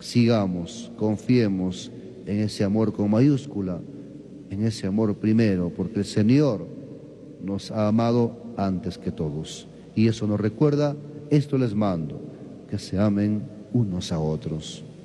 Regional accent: Peru; como peruanos, como católicos, como cristianos que estamos unidos al Santo Padre

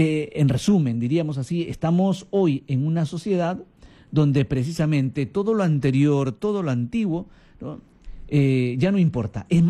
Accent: Peru; estamos perdiendo el sentido de identidad como peruanos, como católicos, ¿no?

